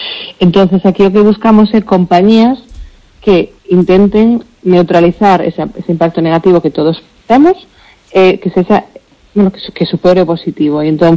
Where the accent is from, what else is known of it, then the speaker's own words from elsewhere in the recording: Galicia, Spain; Pero a nivel galega, como galega falando, eu creo que é importante que consiguiéramos máis fondos ou máis capital galego invertindo nestas iniciativas.